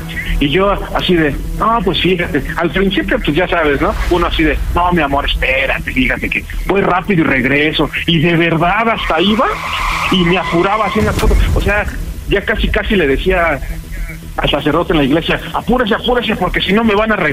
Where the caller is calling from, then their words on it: Mexico City, Mexico; Tengo 32 añitos. Uh-huh. Y soy de acá, de Azcapotzalco.